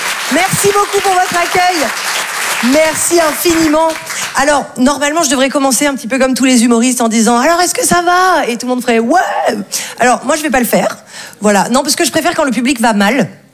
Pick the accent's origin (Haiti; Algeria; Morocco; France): France; Val-de-Blore, Provence-Alpes-Côte d'Azur; c'est vrai que là d'où je viens, c'était assez compliqué les trajets en ambulance, parce que moi je viens d'un tout petit village qui s'appelle Val-de-Blore. Connaissez ? Non, évidemment. Personne ne connaît Val-de-Blore. C'est minuscule, c'est sublime